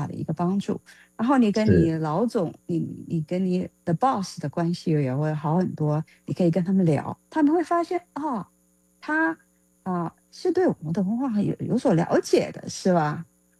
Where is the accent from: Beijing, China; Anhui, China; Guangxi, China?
Guangxi, China; Liuzhou; moved away; 不过我小时候那时候在广西柳州